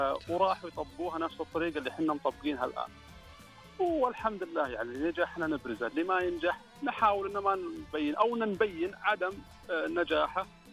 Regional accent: Saudi Arabia; ولكن احنا عندنا بالسعوديه نعتبر مستجدين نوعا ما على الزراعه.

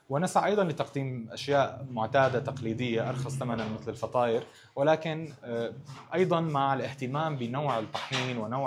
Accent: Syria; moved away as an adult; also born or lived in Lebanon / France; سوري كاتب وصحفي، نشأت في سوريا وعشت فيها، ولكن خلال سنوات الثورة والحرب يعني عشت جزء من حياتي في لبنان وفي فرنسا.

